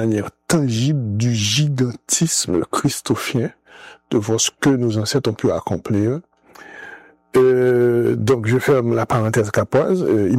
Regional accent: Cap-Haïtien, Nord, Haiti; born there; Bon, alors, effectivement, je suis né au Cap-Haïtien de parents caraïens.

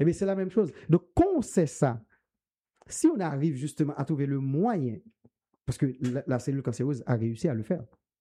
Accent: Haiti; Je donne un exemple. Moi, je suis d'Haïti. Et une maison de 500 000 $ en Haïti, c'est une maison extraordinaire.

